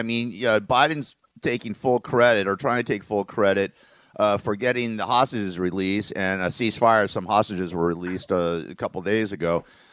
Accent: California, United States; we had these terrible wildfires here in Southern California. My hometown basically almost, you know, burned down.

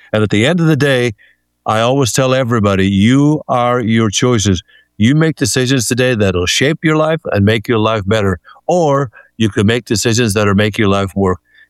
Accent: Ireland; now in California, United States; People talk a good talk out here in California, because I come from Ireland.

